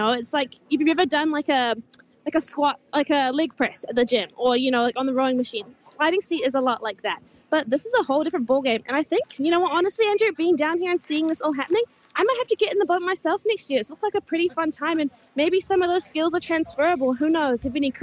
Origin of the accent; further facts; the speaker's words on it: Wellington, New Zealand; I'm from Wellington, which is, some lists say, the most windy city in the whole world. So I'm used to plenty of wind.